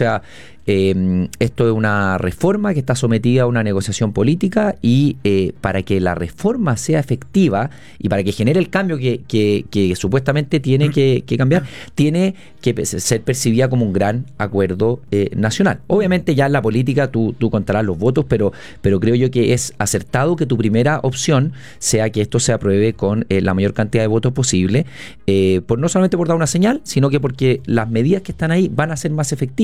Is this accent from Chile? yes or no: yes; Chile; en chileno se dice calma y tiza